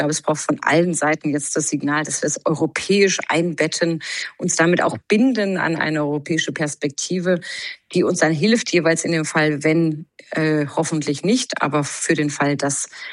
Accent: Germany; Am Ende haben wir als Deutsche davon stark profitiert

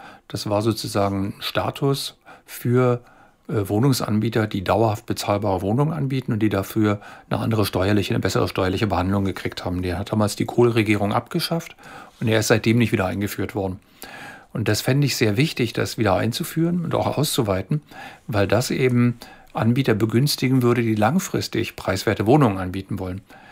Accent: Berlin, Germany; ich bin ja wirklich in Berlin aufgewachsen, ist meine Heimat. Ich war zwischendurch 10 Jahre weg, bin dann nie wieder zurückgekommen.

